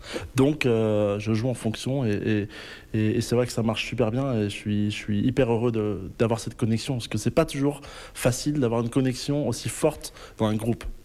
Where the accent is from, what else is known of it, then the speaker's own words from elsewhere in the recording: Nantes, Pays de la Loire, France; Ben moi, j'ai un rapport géographique déjà, parce que je viens de Nantes